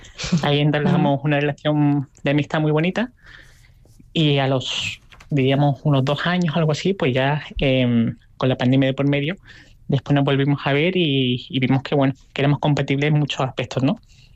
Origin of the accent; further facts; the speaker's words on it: Málaga, Andalusia, Spain; moved away as an adult; also born or lived in United States; soy originalmente de Málaga y me fui de Málaga hace bastante tiempo, con 20 años, estuve viviendo en diferentes lugares y viví 5 años en Estados Unidos